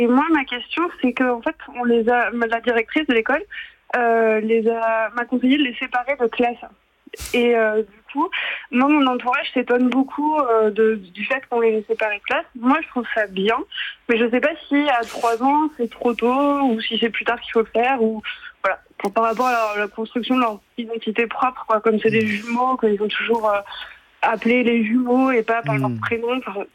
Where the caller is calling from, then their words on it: Toulouse, Occitanie, France; De Toulouse.